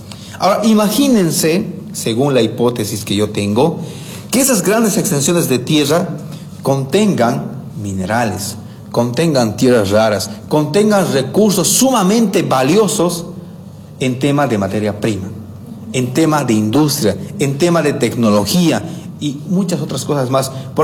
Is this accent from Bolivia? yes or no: yes; Bolivia; ¿por qué nosotros como bolivianos tenemos que estar de acuerdo